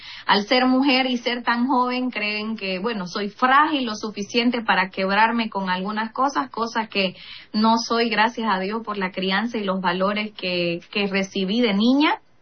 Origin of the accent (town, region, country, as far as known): Pando, Bolivia